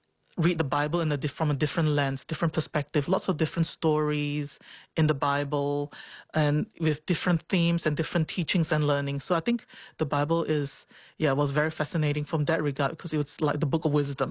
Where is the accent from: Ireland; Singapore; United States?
Singapore; You know, church is something that I grew up in Singapore.